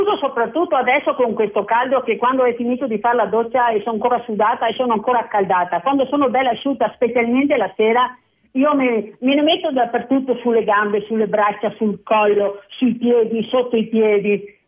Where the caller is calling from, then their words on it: Mel, Veneto, Italy; Non sono proprio da Belluno, sono da Mel, in provincia di Belluno.